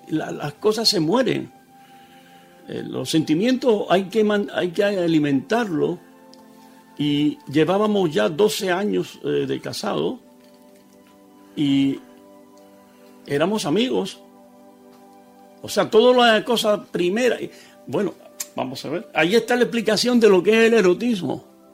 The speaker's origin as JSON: {"language": "Spanish", "country": "Cuba", "moved": "yes", "lives_now": "Barcelona, Spain", "said": "Y precisamente cuando yo salí de Cuba, ella se quedó allá."}